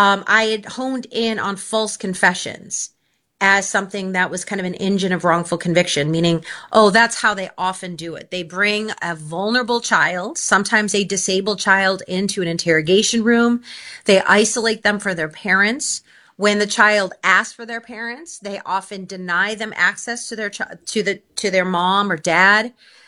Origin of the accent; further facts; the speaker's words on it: Chicago, Illinois, United States; I chose Chicago because it's my hometown